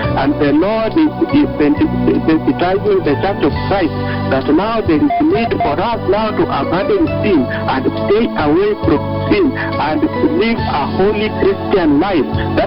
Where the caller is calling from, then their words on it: Nairobi, Kenya; I am calling from Kayole here in Nairobi